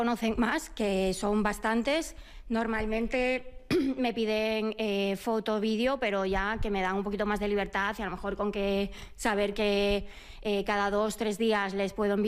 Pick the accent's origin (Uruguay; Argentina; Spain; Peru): Spain; Galicia; Ya nací en una casa donde teníamos muchos animales. Yo soy gallega y hemos tenido siempre pues gallinas, ovejas, gatos, perros, muchos